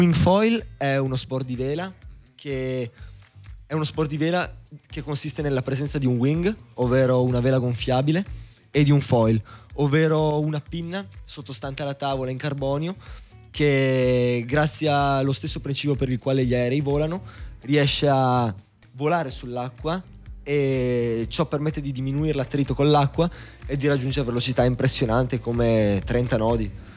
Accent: Vicenza, Veneto, Italy; sono di Vicenza.

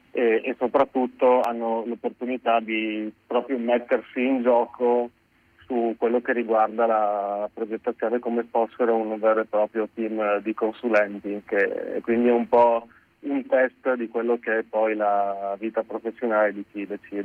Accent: Friuli-Venezia Giulia, Italy; moved away as an adult; sono sempre stato fuori regione, sono friulano, dopo la fine delle superiori sono stato parecchio in giro

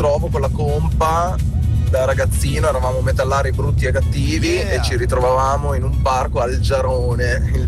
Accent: Modena, Emilia-Romagna, Italy; io vengo da Modena

